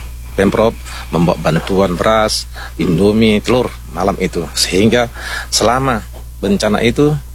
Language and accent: Indonesian; Lhokseumawe, Aceh, Indonesia; also born or lived in Medan; Karena selain saya lahir di Medan, di Tapanuli, tapi saya besar di Aceh ini, khususnya di Kota Lok Semar.